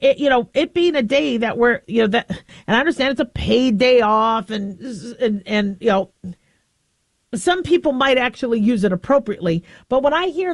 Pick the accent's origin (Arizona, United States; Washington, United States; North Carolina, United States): Arizona, United States; moved away; I grew up in Arizona.